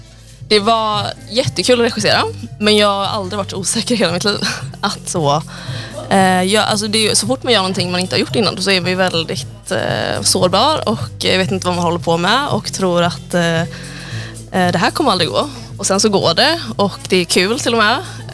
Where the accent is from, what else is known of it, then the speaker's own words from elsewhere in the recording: Gothenburg, Västra Götaland County, Sweden; moved away; also born or lived in Västerbotten; Jag är från Göteborg